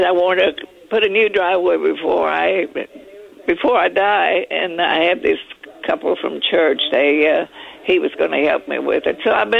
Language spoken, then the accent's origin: English; Freiburg, Texas, United States; born there; I was born out in Freiburg, Texas. That's out in the country. And we didn't have a car until I was about 9 years old.